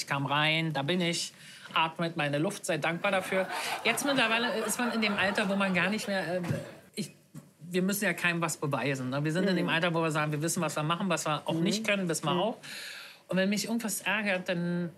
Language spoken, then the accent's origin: German; Luckenwalde, Brandenburg, Germany; Gab es früher auch bei uns in Luckenwalde, gab es so einen, der nannte sich Bulettenschulze, der hat Pferdebuletten gemacht.